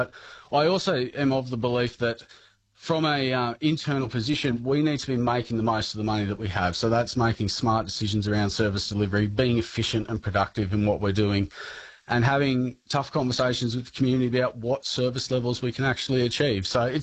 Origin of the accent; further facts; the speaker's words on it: Quirindi, New South Wales, Australia; I'm pretty well born and bred in Crindie. I've moved away for work and study a few times.